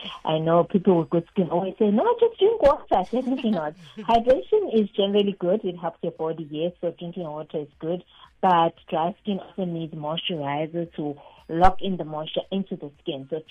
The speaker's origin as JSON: {"language": "English", "town": "Durban", "region": "KwaZulu-Natal", "country": "South Africa", "said": "I'm from Durban."}